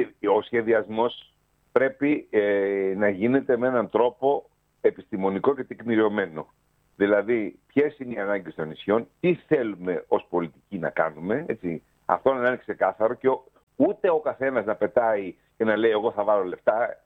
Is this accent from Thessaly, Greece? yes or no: no; Serifos, South Aegean, Greece; εγώ, όπως ξέρετε, κατάγομαι από τη Σέριφο.